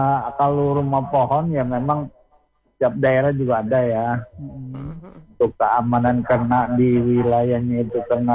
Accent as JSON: {"language": "Indonesian", "region": "West Java", "country": "Indonesia", "said": "Di daerah saya juga ada, di Jawa Barat itu rumah panggung ada."}